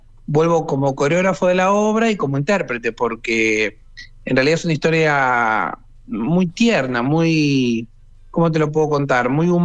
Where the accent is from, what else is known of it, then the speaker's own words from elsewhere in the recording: La Plata, Buenos Aires Province, Argentina; Yo, mira, soy platense, la ciudad es muy linda también.